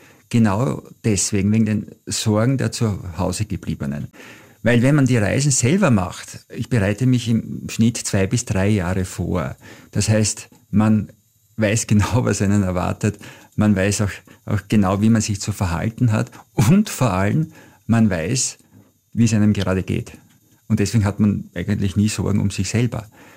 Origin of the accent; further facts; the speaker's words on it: Austria; Ich komme aus Austria. No kangaroos, but Arnold Schwarzenegger.